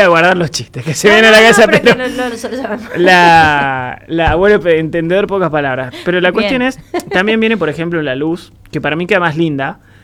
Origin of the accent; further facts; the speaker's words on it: Jujuy, Argentina; A mí me pasa lo mismo, yo soy jujeño.